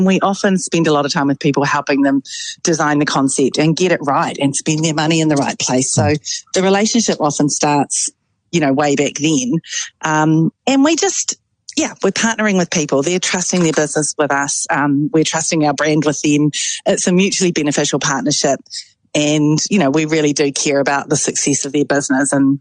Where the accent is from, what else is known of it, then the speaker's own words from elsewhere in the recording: Tauranga, Bay of Plenty, New Zealand; We both grew up on a Kiwi Fruit Orchard. I was in Tauranga and she was in Whakatane.